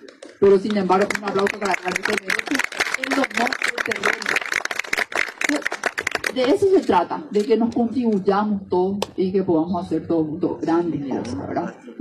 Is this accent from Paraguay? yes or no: yes; Paraguay; de ser buenos paraguayos